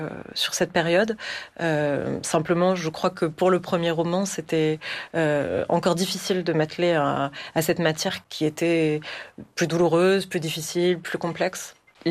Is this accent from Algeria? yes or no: yes; Algeria; moved away; j'ai grandi en Algérie jusqu'à 1994, donc en plein milieu de cette guerre civile.